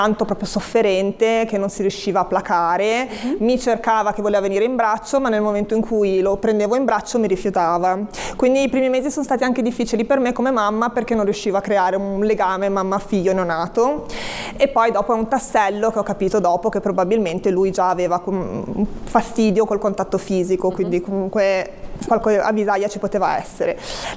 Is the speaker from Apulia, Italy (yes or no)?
no; Genoa, Liguria, Italy; Cambieremo anche zona perché noi siamo di San Pier d'Arena, dovremmo andare a Malassana